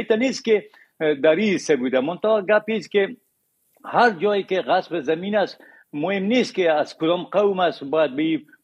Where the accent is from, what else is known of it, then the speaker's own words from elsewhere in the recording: Herat, Afghanistan; ما خود ما که از هرات هستم